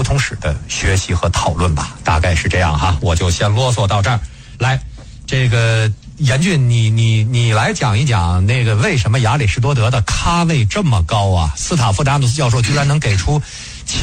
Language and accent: Chinese; China; 我们中国人